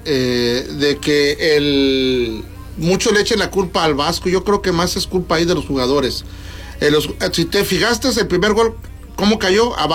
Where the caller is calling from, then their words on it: Apodaca, Nuevo León, Mexico; Somos de Monterrey, de ahí de Apodaca, Nuevo León. Ahí donde anteriormente estaba el rodeo de medianoche